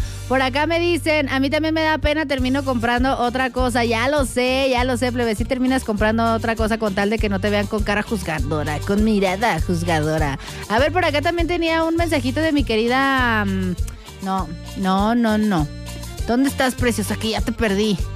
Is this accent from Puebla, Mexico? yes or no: no; San Juan del Río, Querétaro, Mexico; Soy queretana. Soy de San … Soy de San Juan del Río, plebes. De allá vengo. De allá es su morenaza